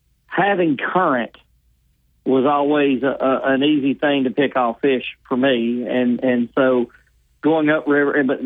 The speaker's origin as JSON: {"language": "English", "town": "Camden", "region": "Arkansas", "country": "United States", "tie": "born or raised there", "said": "I grew up in Camden, Arkansas, and I graduated from Fairview, and where we grew up was a little area called Frenchport. And Frenchport Landing was 2 miles from the house."}